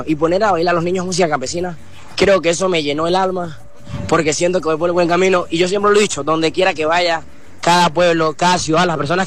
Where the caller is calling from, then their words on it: El Vigía, Mérida, Venezuela; venimos del Vigía, Estado Mérida.